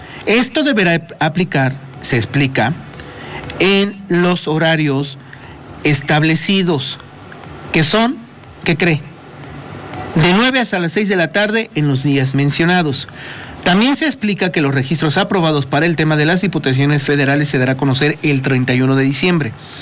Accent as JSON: {"language": "Spanish", "region": "Puebla", "country": "Mexico", "said": "nosotros como poblanos tenemos que elegir diputados federales, locales y presidentes municipales."}